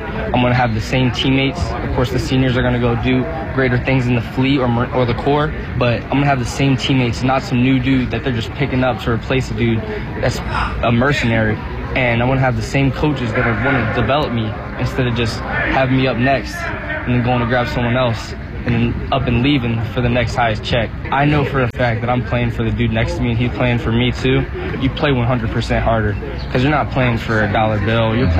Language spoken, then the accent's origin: English; Glen Burnie, Maryland, United States; I thought about the service academies, knew nothing about it growing up in Glen Burnie.